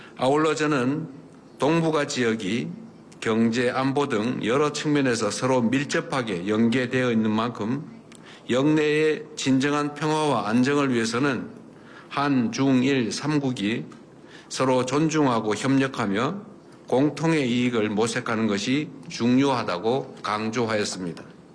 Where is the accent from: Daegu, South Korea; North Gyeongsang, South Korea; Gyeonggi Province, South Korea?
North Gyeongsang, South Korea; Andong; 저의 고향인 이곳 안동을 찾아주셨습니다.